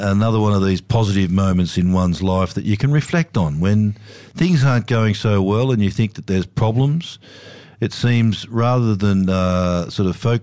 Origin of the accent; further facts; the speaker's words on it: Sydney, New South Wales, Australia; I grew up in Sydney